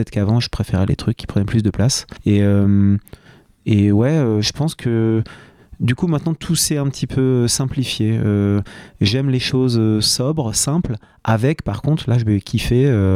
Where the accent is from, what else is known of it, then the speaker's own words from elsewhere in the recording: England, United Kingdom; French is a second language; moved away; Parce que tu vois, je venais d'Angleterre, j'étais rameur.